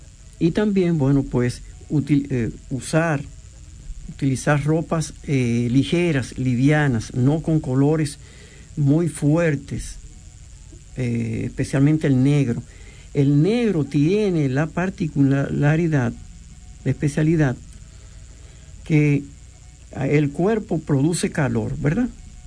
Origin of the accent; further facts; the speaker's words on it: Dominican Republic; la República Dominicana, o sea, nuestro país